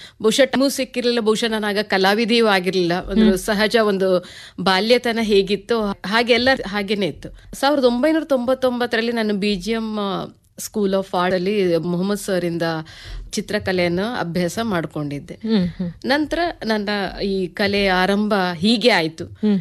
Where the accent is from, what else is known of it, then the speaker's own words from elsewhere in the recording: Saligrama, Karnataka, India; also born or lived in Sagar / Udupi / Mangaluru / Sharjah, UAE; ನಾನು ಆಕ್ಚುಲಿ ಹುಟ್ಟಿ ಬೆಳೆದಿದ್ದು ಅಲಿಗ್ರಾಮ ಕೋಟ, ಉಡುಪಿ ಜಿಲ್ಲೆ ಬರ್ತದೆ.